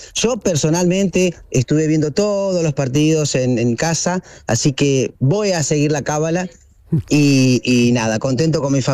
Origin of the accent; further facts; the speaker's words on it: Argentina; Como argentino te digo que hoy vamos a ganar. Ya tenemos 3 Copas del Mundo, estamos acostumbrados a esta presión